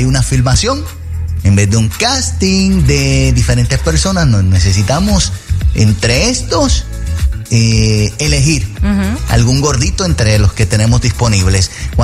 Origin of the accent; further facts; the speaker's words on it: Puerto Rico; Yo que soy boricua